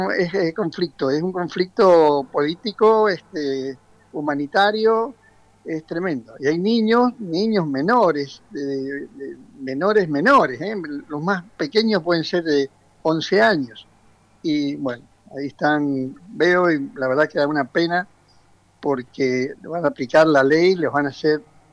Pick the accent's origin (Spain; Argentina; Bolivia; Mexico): Argentina; saben que soy argentino y bueno, pero acá no se habla más del Mundial.